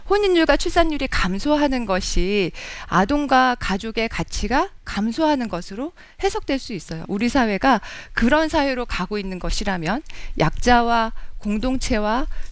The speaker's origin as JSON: {"language": "Korean", "country": "South Korea", "tie": "born there", "said": "아 정말 여기서 태어나서 너무 다행이다"}